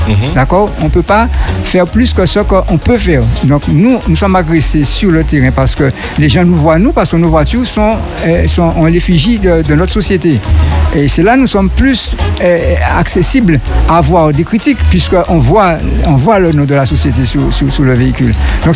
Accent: Guadeloupe; Chez nous, en Guadeloupe

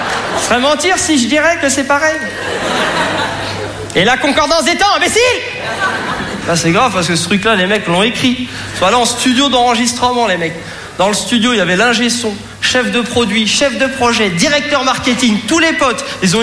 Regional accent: Saint-Denis, Île-de-France, France

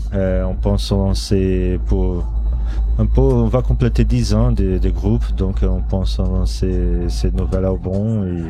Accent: Brazil; moved away; et je suis le Brésilien

